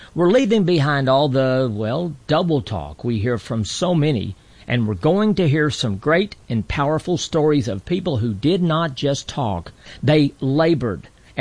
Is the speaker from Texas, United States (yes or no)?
yes; Texas, United States; As a young boy growing up in Texas, my dad taught me the importance and the joy of laboring.